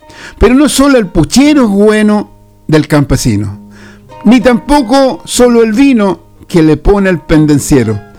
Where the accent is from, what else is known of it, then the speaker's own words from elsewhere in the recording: Chile; Ya, soy guaso de Chile lindo, miércoles.